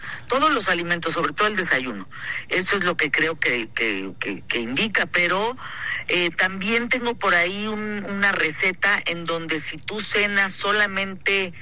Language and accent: Spanish; Mexico; tenemos una obligación como mexicanos para poder hablar de nuestro país.